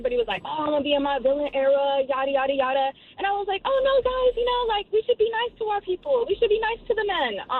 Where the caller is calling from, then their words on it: Huntington Beach, California, United States; I'm calling from the OC. I'm from Huntington.